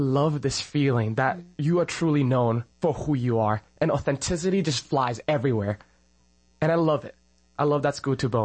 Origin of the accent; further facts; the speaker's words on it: Milwaukee, Wisconsin, United States; I'm from Milwaukee, Wisconsin, and currently I'm a student at NC State University